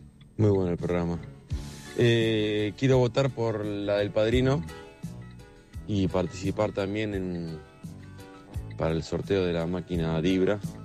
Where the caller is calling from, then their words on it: San Isidro, Buenos Aires Province, Argentina; de San Isidro.